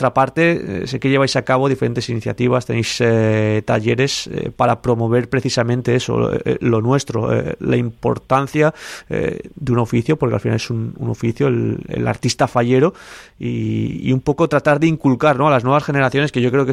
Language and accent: Spanish; Valencia, Valencian Community, Spain